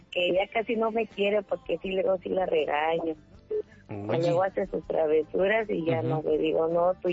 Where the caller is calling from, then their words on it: Los Reyes Acaquilpan, State of Mexico, Mexico; De aquí, de Los Reyes, La Paz.